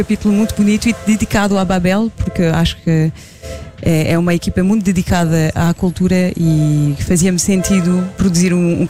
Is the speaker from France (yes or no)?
yes; France; moved away as an adult; now in Portugal; Nasci em França e sempre vivi lá, só mudei para Portugal quando tive filhos.